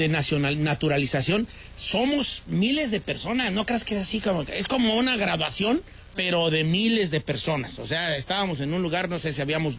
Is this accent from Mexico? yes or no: yes; Mexico; now in United States; Seamos muy mexicanos, somos muy mexicanos.